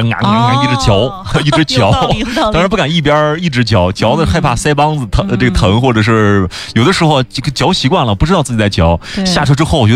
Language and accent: Chinese; Xinjiang, China; 现在我们新疆人还是喜欢 SUV